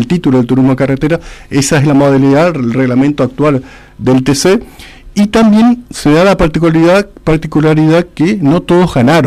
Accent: Misiones, Argentina; nos destaca como público argentino, y en Misiones por supuesto tenemos el turismo de carretera

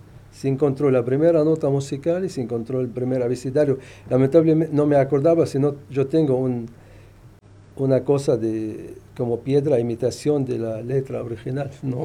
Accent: Jableh, Latakia Governorate, Syria; Spanish is a second language; moved away as an adult; now in Catamarca, Argentina; mi ciudad natal se llama Yable, es una ciudad sobre el mar Mediterráneo, una ciudad lleva mucho años, en la época de los fenicios. En la ciudad que nací yo, tienen mucha historia ahí

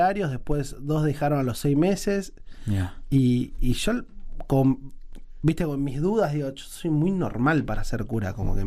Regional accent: Buenos Aires, Argentina; Le digo, Martín, no tengo nada que ver con los indígenas. Vengo de Buenos Aires

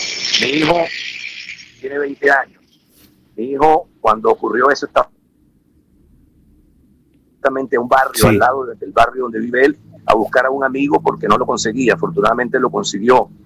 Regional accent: Venezuela; la realidad que estamos viviendo en este momento en mi país es muy complicada, es muy terrible. Hay que tener fe. Uh-huh. Seguramente algún paisano venezolano nos está escuchando a través de la radio.

